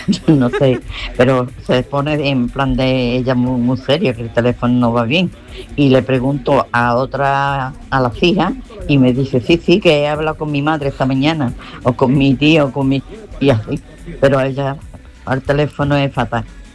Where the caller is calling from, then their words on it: Alcalá, Spain; Hola, buenas tardes, equipo. … de Alcalá.